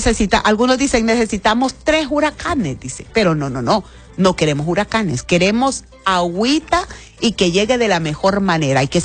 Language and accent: Spanish; San Manuel Colohete, Lempira, Honduras; A conocer a mi pueblo. Yo soy de San Manuel, Coloete.